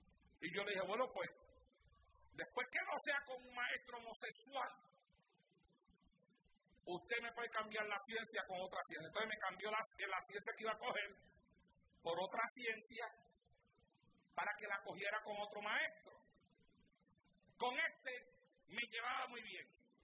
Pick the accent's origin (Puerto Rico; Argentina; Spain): Puerto Rico; Santa Isabel; born or raised there